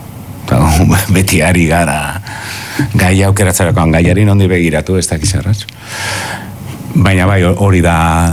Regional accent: Basque Country, Spain; euskalduna naiz, baina baita ere gizon zuri ba naiz

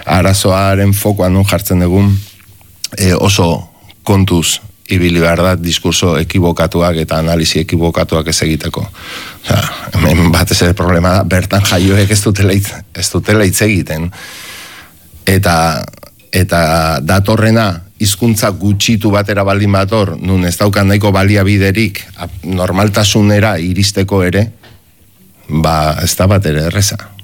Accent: Urretxu, Basque Country, Spain; born there; ni ba Urretxuko anaiz jaiotzez

